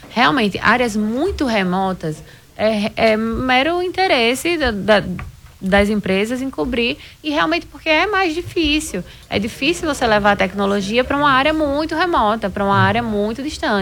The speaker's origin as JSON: {"language": "Portuguese", "town": "Natal", "region": "Rio Grande do Norte", "country": "Brazil", "said": "Eu sou de Natal, né?"}